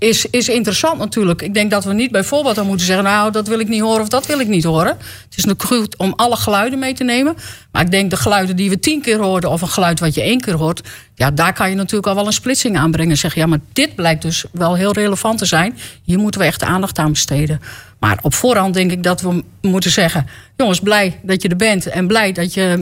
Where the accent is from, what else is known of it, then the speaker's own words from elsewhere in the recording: Luttelgeest, Flevoland, Netherlands; moved away as an adult; now in Marknesse, Netherlands; ik kom uit Luttelgeest. Maar toen ik 21 was getrouwd en ben ik in Marknessen terechtgekomen.